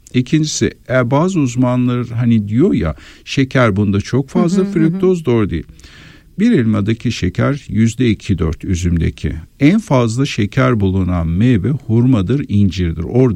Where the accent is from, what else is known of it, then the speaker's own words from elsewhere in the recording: Şanlıurfa, Turkey; born there; moved away; benim memleketim Güneydoğu, Urfa bölgesi.